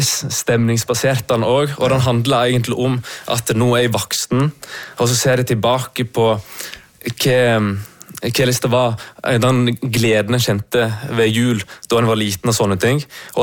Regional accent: Leikanger, Vestland, Norway; Jeg kommer nå fra Elitabysa til Leikanger

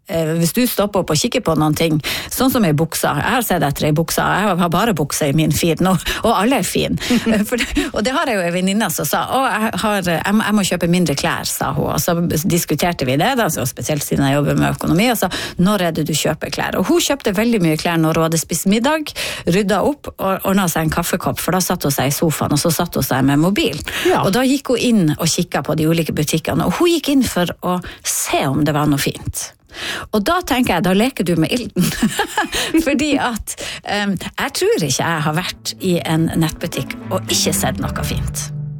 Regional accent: Northern Norway, Norway; vi er jo nordlendinger

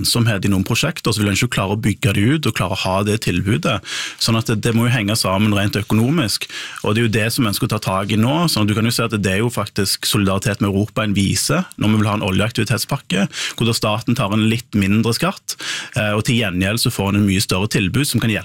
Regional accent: Stavanger, Rogaland, Norway; Man har allerede sett plasser som jeg kommer fra Stavanger og Vestlandet

